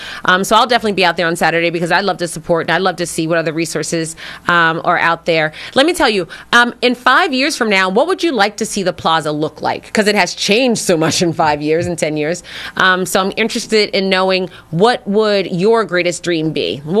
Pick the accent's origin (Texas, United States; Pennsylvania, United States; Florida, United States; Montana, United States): Pennsylvania, United States; Philadelphia; I'm a West Philly girl.